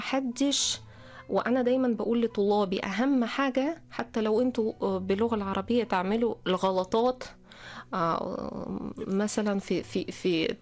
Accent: Russia; Arabic is a second language; عندنا في روسيا شعوب مختلفة، في كازان، في شيشان

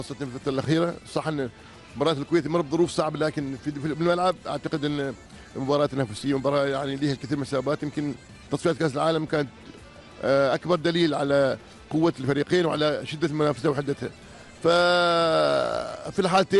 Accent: Jeddah, Makkah Province, Saudi Arabia; إحنا جينا هنا من السعودية في جدة من أجل المنتخب

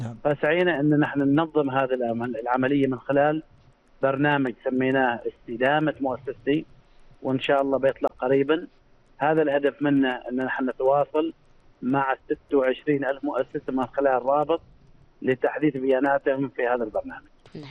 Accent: Oman; نحن كعمانيين

